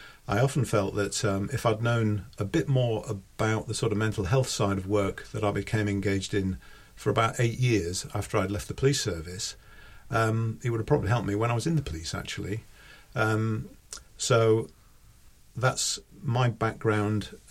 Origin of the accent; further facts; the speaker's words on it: Hull, Yorkshire and the Humber, United Kingdom; moved away as an adult; now in Surrey, United Kingdom; I'm not from Surrey. I'm from East Yorkshire and come from the port of Hull.